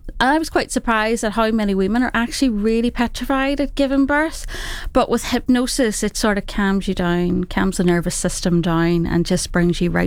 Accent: Eglinton, Northern Ireland, United Kingdom; moved away as an adult; now in Long Buckby, United Kingdom; Where I'm from, I'm from County Derry. So it's my little village that I'm from is called Eglinton.

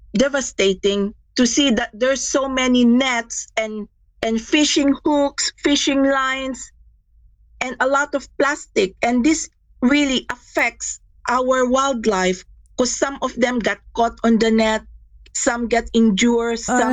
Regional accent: Philippines; moved away as an adult; now in Cornwall, United Kingdom; So I come from the Philippines. So I moved here in 2009

